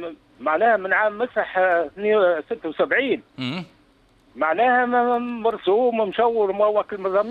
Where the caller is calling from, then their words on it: Menzel Bouzaiane, Sidi Bouzid, Tunisia; منزل بوزيان ولاد سيدي بوزيان